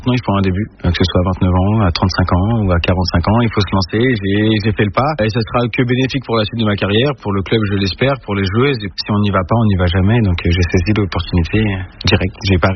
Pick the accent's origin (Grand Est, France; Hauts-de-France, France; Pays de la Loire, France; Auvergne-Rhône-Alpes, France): Pays de la Loire, France; Angers; moved away as an adult; also born or lived in Caen; Je suis né à Caen, je suis resté 3 semaines, mais après, pour des raisons familiales, on est retourné sur Angers. Mes parents étaient de Angers, donc je grandis à Angers jusqu'à mon départ à 20 ans, 22 ans.